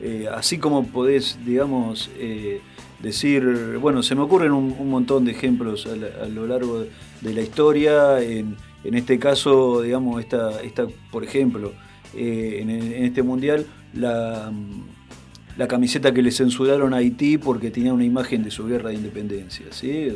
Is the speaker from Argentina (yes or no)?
yes; Argentina; esa canción habla mucho de la identidad nuestra, ¿no? De como argentino, ¿no?